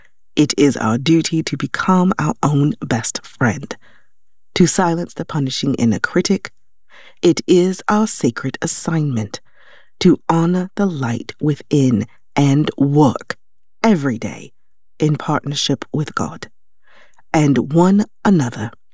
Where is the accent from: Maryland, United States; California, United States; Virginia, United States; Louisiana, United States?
California, United States; Oakland; I grew up in Oakland, a little girl who couldn't see past her current environment.